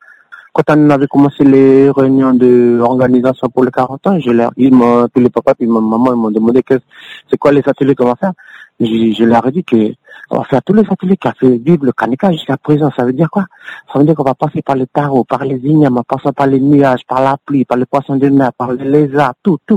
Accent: New Caledonia; Moi, je parle de nous, le peuple Kanak.

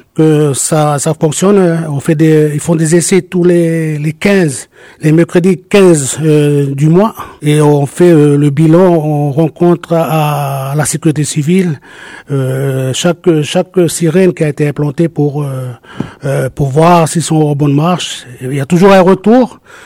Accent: Païta, South Province, New Caledonia; also born or lived in Yaté; Je viens de Païta. Après, j'étais à Yaté.

